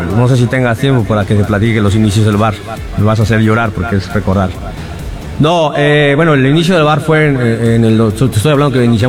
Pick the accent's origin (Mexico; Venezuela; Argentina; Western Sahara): Mexico; soy mexicano.